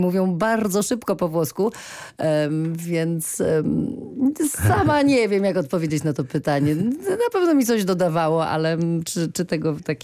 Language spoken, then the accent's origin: Polish; Austria; born there; Polish is a second language; Nie jestem włoskojęzyczną aktorką, jestem niemieckojęzyczną aktorką. Urodziłam się w Austrii.